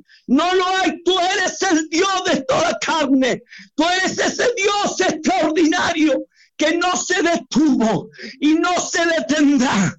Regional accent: Argentina

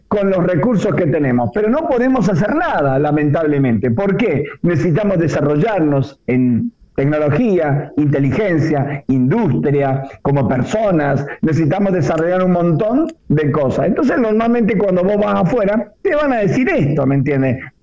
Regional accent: Argentina

